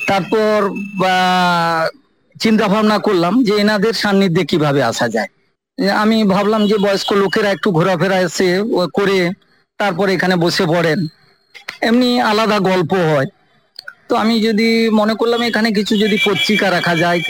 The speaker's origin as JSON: {"language": "Bangla", "area": "Patharpratima, Sundarbans", "region": "West Bengal", "country": "India", "tie": "born or raised there", "moved": "as an adult", "lives_now": "Kolkata, India", "said": "আমি অ্যাকচুয়ালি সুন্দরবনের ছেলে, পাথর প্রতিমা একটা প্রত্যন্ত গ্রাম আছে সেখানকার আমি ছেলে।"}